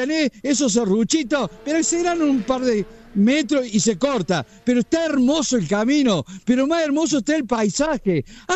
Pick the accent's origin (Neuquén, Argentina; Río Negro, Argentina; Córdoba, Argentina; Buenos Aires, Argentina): Córdoba, Argentina; qué lindo es ser cordobés, papá. Qué lindo que es ser cordobés